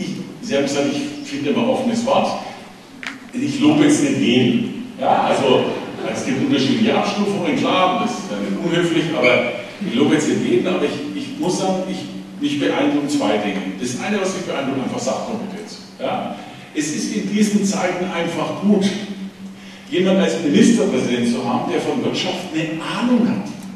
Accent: Saxony, Germany; aber ich bin aus Sachsen, ich hoffe, das ist okay.

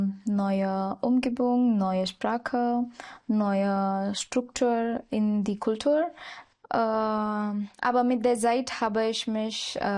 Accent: Mumbai, Maharashtra, India; German is a second language; moved away as an adult; now in Germany; Ich komme aus Mumbai, aus Indien. Ich bin eine Studentin an der Hochschule Anhalt.

